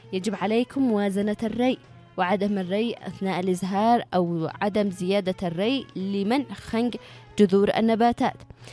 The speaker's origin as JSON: {"language": "Arabic", "country": "Yemen", "said": "عندنا في اليمن بيئة متنوعة"}